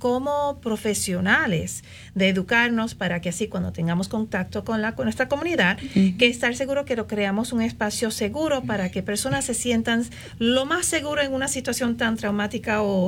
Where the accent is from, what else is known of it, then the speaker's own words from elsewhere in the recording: Puerto Rico; moved away as an adult; Yo soy de Puerto Rico. Y cuando yo me estaba criando en Puerto Rico